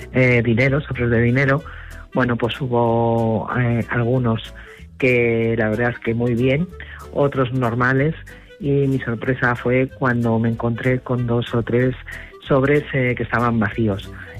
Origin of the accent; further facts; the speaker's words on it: Madrid, Community of Madrid, Spain; Buenos días … de Madrid.